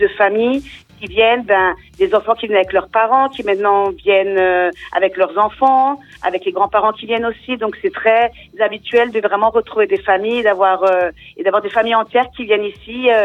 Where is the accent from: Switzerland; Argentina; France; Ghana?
France; Strasbourg, Grand Est; now in Spain; je suis de Strasbourg.